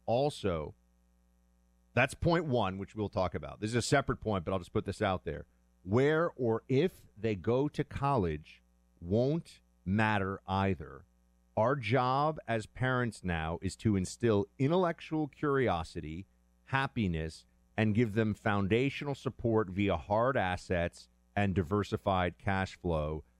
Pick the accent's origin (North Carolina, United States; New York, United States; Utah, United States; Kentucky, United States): New York, United States; New York City; So I didn't have this in my life because I grew up in New York City